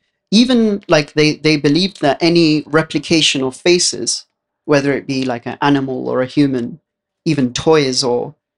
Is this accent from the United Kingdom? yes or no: yes; London, United Kingdom; born or raised there